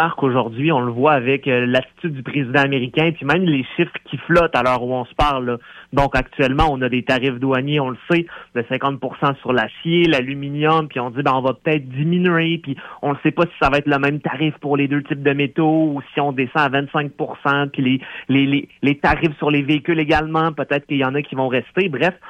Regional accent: Quebec, Canada; en tant que Québécois

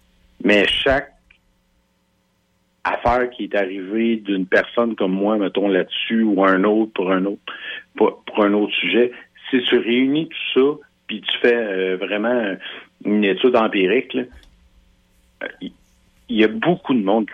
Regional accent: Drummondville, Quebec, Canada; je suis un peu plus vieux que toi, Max, là. Puis je viens de Drummondville

